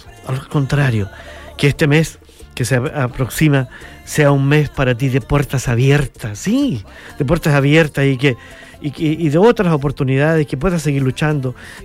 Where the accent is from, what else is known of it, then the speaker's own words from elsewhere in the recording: Chillán, Ñuble, Chile; Bueno, Chillán es mi tierra en realidad. Aquí estudié, aquí crecí, aquí he emprendido, aquí he hecho familia, en fin. Todo lo he hecho aquí en Chillán, aunque he vivido, hoy les quiero compartir que he vivido en varias ciudades.